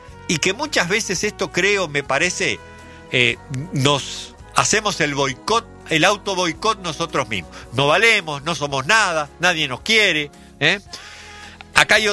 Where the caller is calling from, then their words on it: Uruguay; ¿De dónde es usted? Le digo, soy uruguayo.